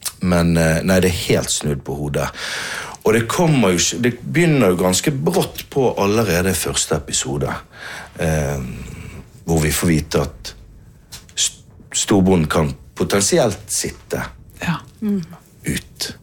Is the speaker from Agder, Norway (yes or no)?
no; Bergen, Vestland, Norway; bergensere har jo noe til felles, og det er jo det at det bygger jo karakter. Vi er jo vokst opp i regnet, sant?